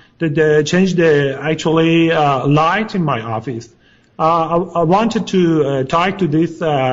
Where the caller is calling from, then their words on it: Los Angeles, California, United States; Actually, I'm in Los Angeles.